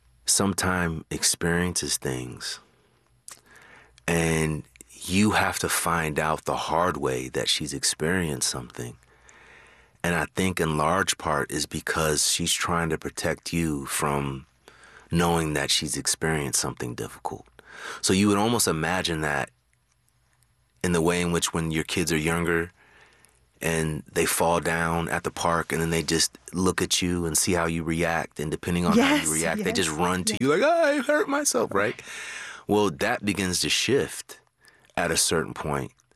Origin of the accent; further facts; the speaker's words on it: California, United States; born or raised there